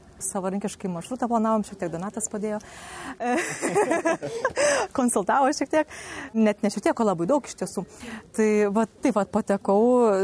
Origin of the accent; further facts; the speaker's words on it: Aukštaitija, Lithuania; Esu aukštaitė, bet atvykau į Žemaičių kalvarijos čia.